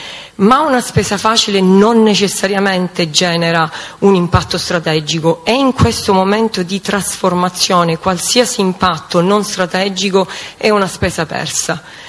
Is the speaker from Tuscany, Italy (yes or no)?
no; Sicily, Italy; accent: Sicilian; Io sono siciliana di origine, come credo si senta dall'accento